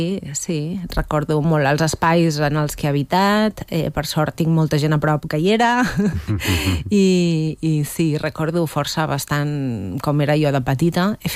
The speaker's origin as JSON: {"language": "Catalan", "town": "Mollet del Vallès", "region": "Catalonia", "country": "Spain", "tie": "born or raised there", "also_born_or_lived": "Granollers / Sant Fost de Campsentelles", "said": "jo vaig créixer a Mollet, escola a Mollet"}